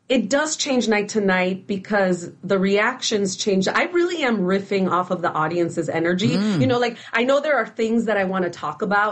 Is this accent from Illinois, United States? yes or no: yes; Chicago, Illinois, United States; born or raised there